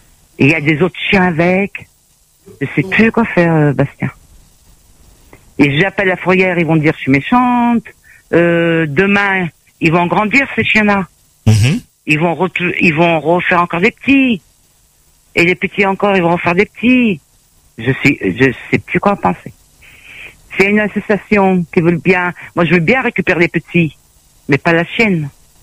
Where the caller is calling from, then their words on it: Saint-Louis, Réunion; La rivière Saint-Louis.